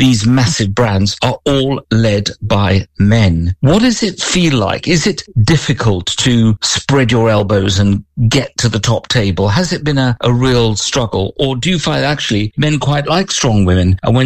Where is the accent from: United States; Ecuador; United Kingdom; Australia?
United Kingdom; Leicester, East Midlands; in Leicester, my hometown, which started as the textile capital of Britain